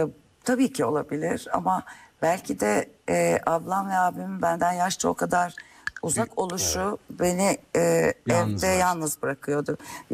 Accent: Lüleburgaz, Kırklareli, Turkey; oranın doğası, insanı, büyüdüğüm yer tabii, kan çekiyor diyelim.

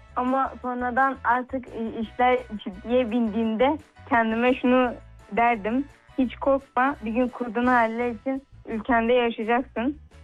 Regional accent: Gaziantep, Turkey; born there; 2010 Gaziantep doğumluyum.

